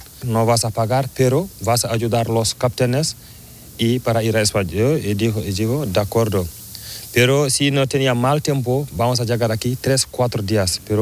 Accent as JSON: {"language": "Spanish", "country": "Mali", "moved": "yes", "lives_now": "Spain", "said": "Yo soy de Mali, sí."}